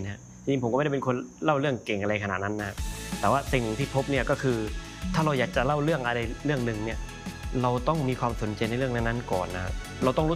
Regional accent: Satun, Thailand; ที่หลายๆการเปลี่ยนแปลงที่เกิดขึ้นในจังหวัดบ้านเกิดของเราเนี่ยมันเป็นไปในทางที่เราอยากได้เป็นนะแล้วเราก็เป็นส่วนหนึ่งของการเปลี่ยนแปลงนั้นๆนะครับเราเป็นตัวเล็กๆส่วนหนึ่งในการที่ทำให้สตูลได้เป็นอุทยานธรณีโลก

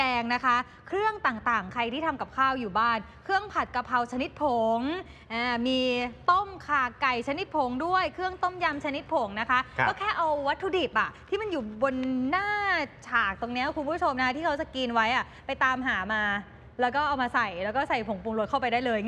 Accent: Isan, Thailand; บ้านอยู่อีสานเลย

